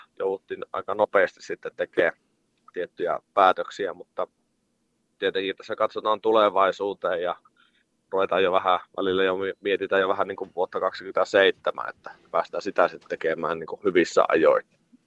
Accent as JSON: {"language": "Finnish", "town": "Iisalmi", "region": "North Savo", "country": "Finland", "tie": "born or raised there", "moved": "yes", "said": "olen Iisalmesta kotoisin ja mun vanhemmat asuu edelleen siellä"}